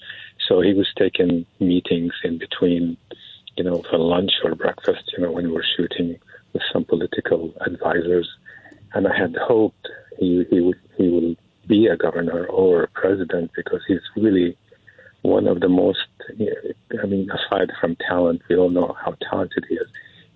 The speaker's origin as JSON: {"language": "English", "country": "Syria", "tie": "born or raised there", "moved": "as an adult", "lives_now": "United States", "said": "I'm a big believer in God, because I'm from Syria. I grew up in Syria, and I came to this country at 18"}